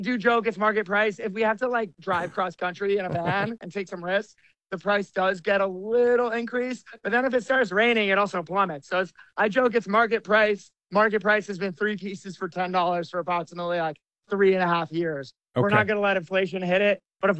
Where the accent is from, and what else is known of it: New Jersey, United States; born or raised there